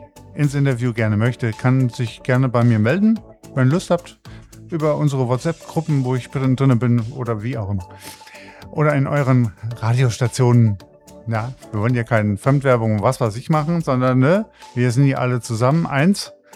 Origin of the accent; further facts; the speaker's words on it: Hesse, Germany; ich bin ja ein Hesse, ich komme ja aus Hessen und ja, da babbelt man eben halt, ne?